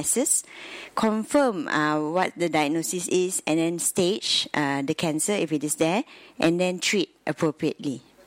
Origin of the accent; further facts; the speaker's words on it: Malaysia; So I'm from Malaysia.